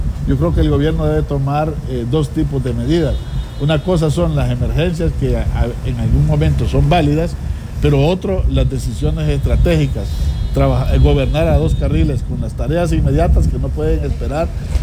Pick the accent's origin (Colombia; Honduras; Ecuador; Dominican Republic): Honduras; la cantidad que somos de hondureños